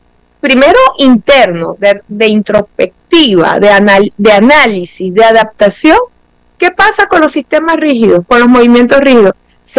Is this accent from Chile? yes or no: no; Venezuela